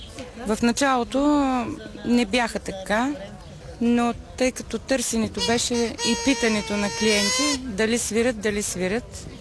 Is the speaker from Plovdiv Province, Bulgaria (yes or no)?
yes; Plovdiv, Plovdiv Province, Bulgaria; От Пловдив съм … изработваме музикални сувенири